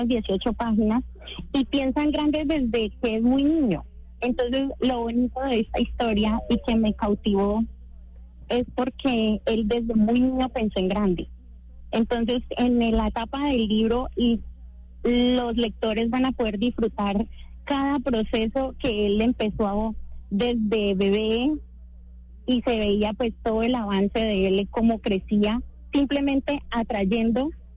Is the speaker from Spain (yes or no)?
no; Colombia; Todos los colombianos llegamos a Bogotá, que no somos rolos.